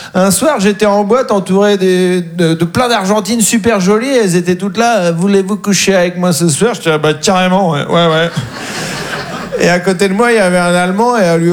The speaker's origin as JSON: {"language": "French", "town": "Caen", "region": "Normandy", "country": "France", "said": "Et donc, maintenant, je voyage plus en France et moi, je viens de Caen, en Normandie."}